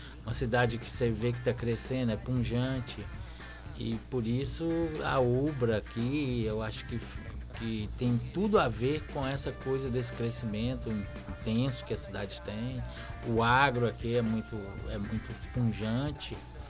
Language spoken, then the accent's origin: Portuguese; Minas Gerais, Brazil; moved away as an adult; also born or lived in Divinópolis; now in Itumbiara, Brazil; Eu sou mineiro.